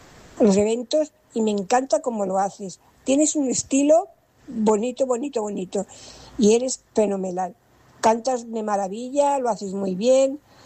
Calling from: Sabadell, Catalonia, Spain; Hola, buenas tardes. … de Sabadell.

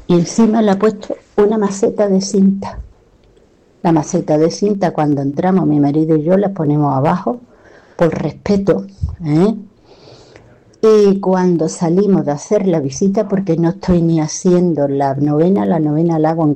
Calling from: Seville, Andalusia, Spain; Vivo en Sevilla oficialmente, pero aquí estoy algunas veces

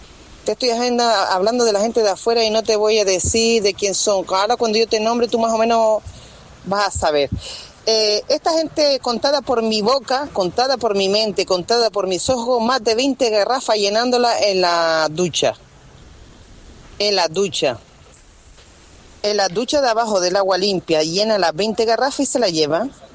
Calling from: Canary Islands, Spain; Y hay otros pobres de aquí, que somos canarios

